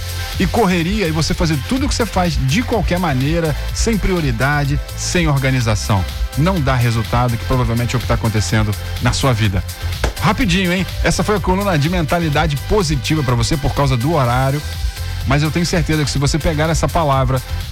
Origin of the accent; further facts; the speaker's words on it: Brazil; Nós somos brasileiros